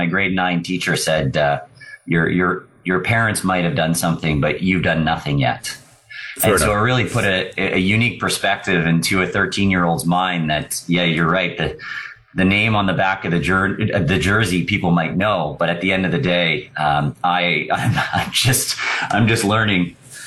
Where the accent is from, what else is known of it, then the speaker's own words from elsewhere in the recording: Montreal, Quebec, Canada; also born or lived in Ottawa; But I was born in Ottawa, and I grew up in Montreal. A lifelong Habs fan, so very happy with the season, not happy with the ending. I say I'm from Montreal, even though I have a bit of both, but really those were my formative years.